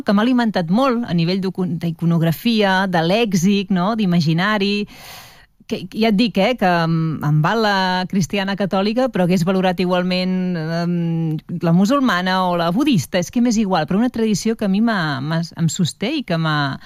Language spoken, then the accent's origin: Catalan; Vilafranca del Penedès, Catalonia, Spain; also born or lived in Barcelona; jo em sento més vilafranquina que res, no? Jo veig les vinyes i ja em sento a casa. Sí. I allà vaig passar la infància fins als 18 anys, que vaig tornar a Barcelona per estudiar.